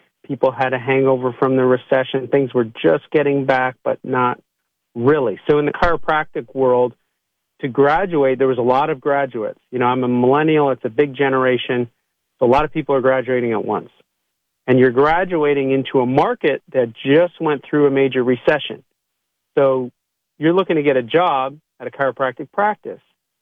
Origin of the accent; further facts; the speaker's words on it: Canada; moved away as an adult; I'm originally from Canada.